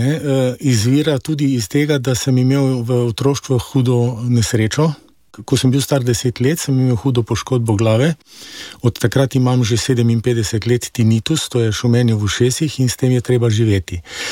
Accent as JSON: {"language": "Slovenian", "town": "Celje", "region": "Savinja", "country": "Slovenia", "tie": "born there", "said": "Rojen sem v Celju."}